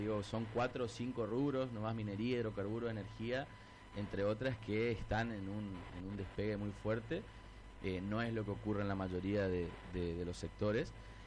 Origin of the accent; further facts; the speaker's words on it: Argentina; orgulloso y feliz por lo que están viviendo todos nuestros compatriotas